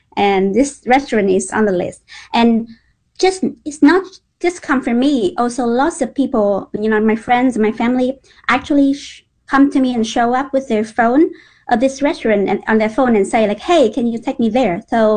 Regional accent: Vietnam; I'm from Vietnam.

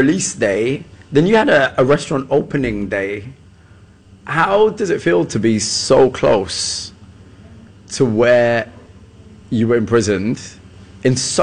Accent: Pakistan; So I'm Pakistani.

